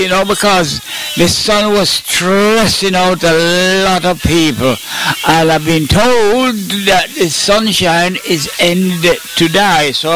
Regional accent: Jamaica; moved away; You said, where I'm from. So I said, oh, Jamdown, Jamaica.

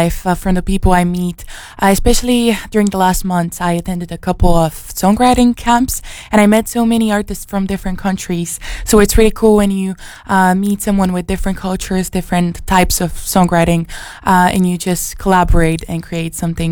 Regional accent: Bulgaria; moved away as an adult; now in United Kingdom; Yeah, I grew up in Bulgaria, but 2 years ago I moved here for pursuing my music career.

